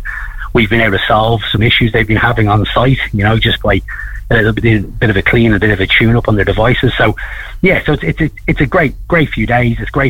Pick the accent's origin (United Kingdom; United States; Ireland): Ireland; Wicklow, Leinster; I'm from Wicklow originally.